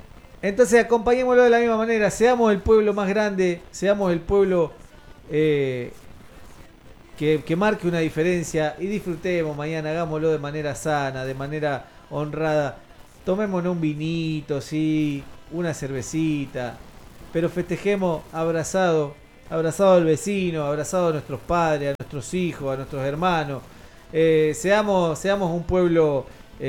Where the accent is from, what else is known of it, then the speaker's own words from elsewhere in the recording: Argentina; guardemos nuestra argentinidad